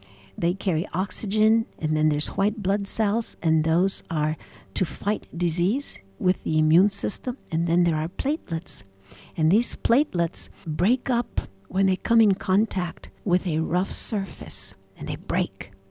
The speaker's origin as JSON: {"language": "English", "country": "United States", "said": "My home country, United States"}